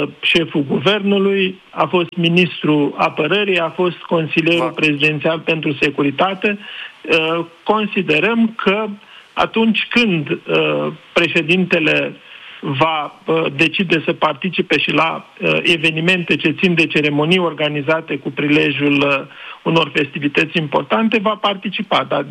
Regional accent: Romania

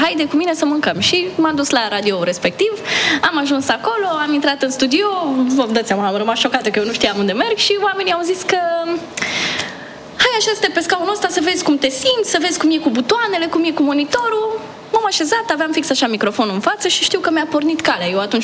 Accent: Iași, Iași County, Romania; eram la facultate de jurnalism în Iași, eu sunt din Iași

